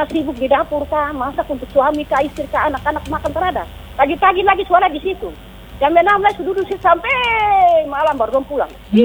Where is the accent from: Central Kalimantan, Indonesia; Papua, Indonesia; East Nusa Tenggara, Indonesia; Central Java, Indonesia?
Papua, Indonesia; Karena kita orang Papua tidak pernah perempuan main judi.